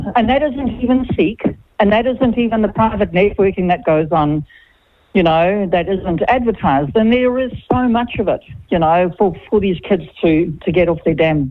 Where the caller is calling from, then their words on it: Gisborne, New Zealand; I'm from Gisborne.